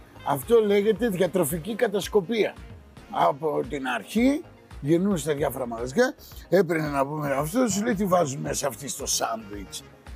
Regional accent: Thessaloniki, Central Macedonia, Greece; now in Athens, Greece; εγώ είμαι από τη Θεσσαλονίκη

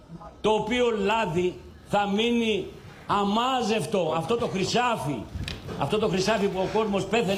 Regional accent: Greece; Είμαι Έλληνας

